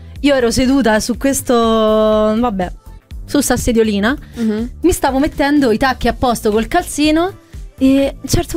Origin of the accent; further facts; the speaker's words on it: Castelli Romani, Rome, Lazio, Italy; now in Milan, Italy; fuori sede, possiamo dire, dai, che veniamo da Roma, dai castelli romani